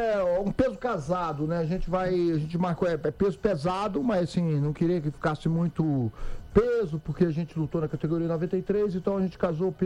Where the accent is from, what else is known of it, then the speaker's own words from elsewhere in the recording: Minas Gerais, Brazil; Eu sou do interior de Minas, eu sempre gostei de esportes, principalmente esporte de luta